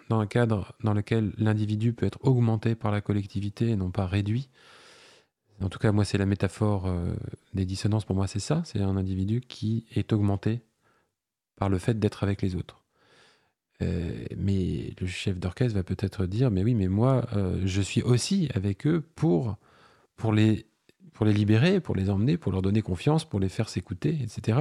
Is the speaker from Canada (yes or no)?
no; Cairo, Cairo Governorate, Egypt; moved away; j'ai passé mon enfance au Caire